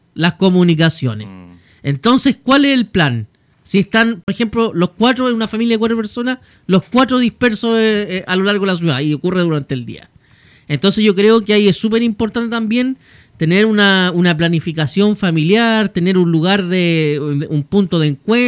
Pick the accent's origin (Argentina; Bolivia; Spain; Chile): Chile